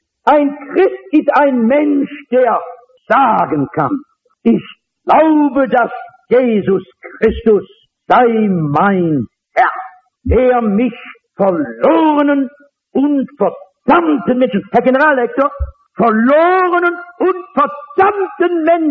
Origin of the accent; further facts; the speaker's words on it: North Rhine-Westphalia, Germany; Bei uns im Ruhrgebiet gibt es ja tolle Industriekapitäne.